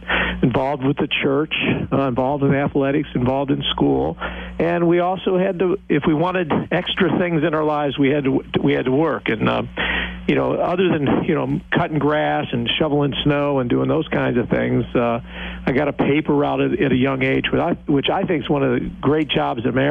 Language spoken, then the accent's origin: English; Detroit, Michigan, United States; also born or lived in Lake City, Florida / Washington, D.C. / Butte, Montana; I was born in Lake City, Florida, but the year I was born, my dad joined the FBI, and I ended up growing up in Detroit, Washington, D.C., and then for my senior year at high school, I got to go to Butte, Montana.